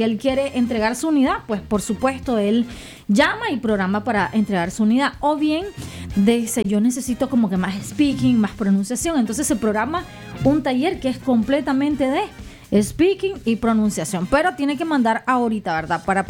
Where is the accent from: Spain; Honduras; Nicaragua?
Nicaragua; como nicaragüense, lo digo como nicaragüense, estamos acostumbrados a inscribirnos, sentarnos en un pupitre